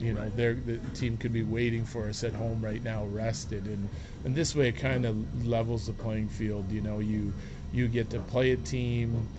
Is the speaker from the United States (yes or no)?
no; Saskatchewan, Canada; We're both from Saskatchewan and playing junior and minor hockey against each other